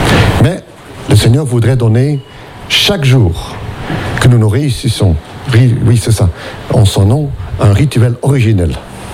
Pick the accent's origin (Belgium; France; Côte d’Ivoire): Belgium; comme on dit chez nous en Belgique.